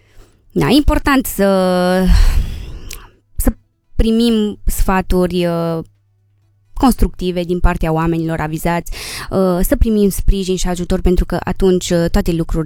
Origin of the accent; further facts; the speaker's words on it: Rohia, Maramureș County, Romania; mănăstirii Sfânta Ana Rohia, satul meu natal